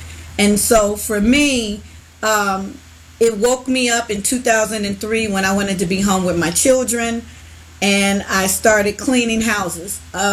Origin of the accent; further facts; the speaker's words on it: Chicago, Illinois, United States; moved away; I'm originally from Chicago, born at, I'm going to tell my age, at County Hospital. My parents, I have Bronzeville ties there in Chicago. My parents own businesses there.